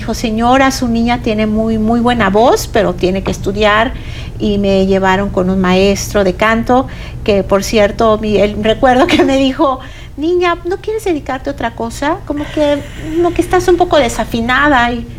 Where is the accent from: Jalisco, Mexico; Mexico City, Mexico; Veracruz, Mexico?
Mexico City, Mexico; Cantaba yo en los parques, en la Ciudad de México, soy de Azcapotzalco